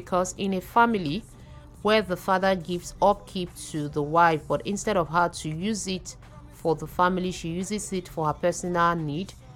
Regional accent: Khana, Rivers, Nigeria; I am from Kana local government.

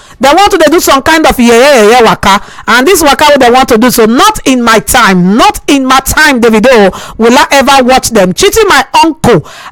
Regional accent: Nigeria; So, being a Nigerian, you're supposed to celebrate yourself.

